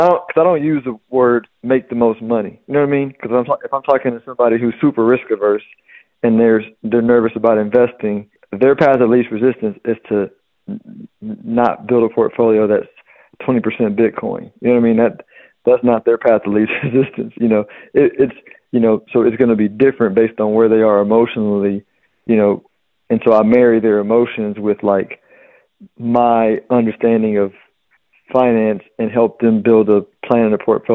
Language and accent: English; Houston, Texas, United States; I mean, growing up in Houston was great. It was tough to understand the relativity of living anywhere else because it was all I knew. But it was a laid back city